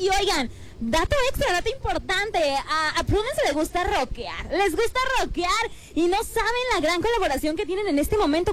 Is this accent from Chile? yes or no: no; Mexico; nosotros terminamos con las celebraciones como buenos mexicanos, oigan, a nosotros nos encanta la pachanga